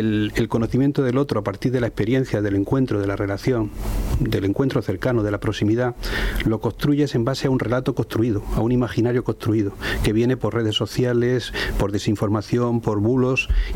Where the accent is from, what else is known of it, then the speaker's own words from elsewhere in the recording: Region of Murcia, Spain; born there; Somos murcianos porque hemos nacido en Murcia, pero estamos en una situación en donde ni somos marroquíes ni somos murcianos.